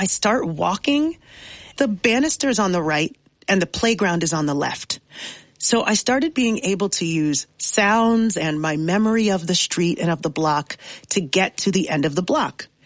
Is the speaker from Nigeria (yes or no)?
yes; Nigeria; now in New York, United States; And so my first thought was, as a Nigerian, or maybe as an Aries, or maybe as a New Yorker, my first thought was, how do I live my best life now?